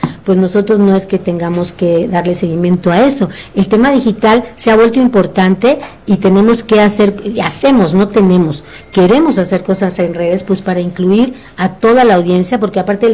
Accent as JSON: {"language": "Spanish", "region": "Campeche", "country": "Mexico"}